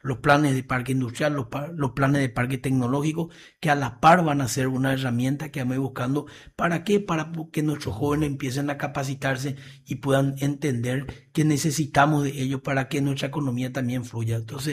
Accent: Encarnación, Itapúa, Paraguay; Por el contrario, yo soy de Encarnación. Yo quiero que mi intendente me escuche y me responda.

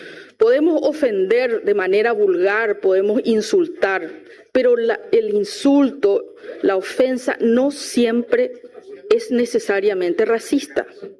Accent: Paraguay; somos los paraguayos y paraguayas discriminativos.

